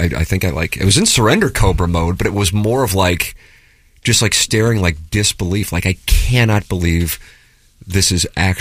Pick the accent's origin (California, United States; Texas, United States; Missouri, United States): Missouri, United States; St. Louis; born there